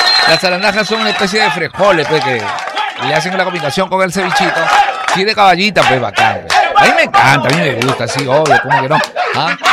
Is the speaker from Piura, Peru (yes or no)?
yes; Piura, Peru; now in San Martín, Peru; Ya sabes que yo soy de Piura.